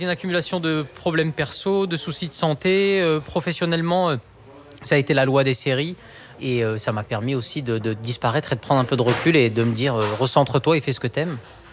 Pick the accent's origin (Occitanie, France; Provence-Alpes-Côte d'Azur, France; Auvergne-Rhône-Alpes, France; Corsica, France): Occitanie, France; born there; Et on m'a emmené dans les Cévennes et je suis né dans le Gard.